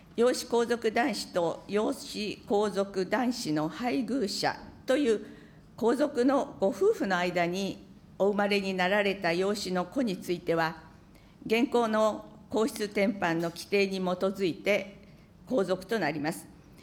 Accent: Fukui, Japan; 私のふるさと福井には第26代慶太天皇の大きな石像がございました。幼い頃は福井から天皇と不思議に思っていました。

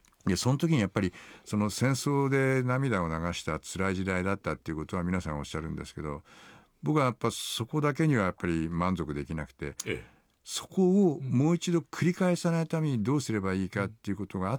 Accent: Aizuwakamatsu, Fukushima, Japan; 私が福島県の会津若松で生まれ育ちで、

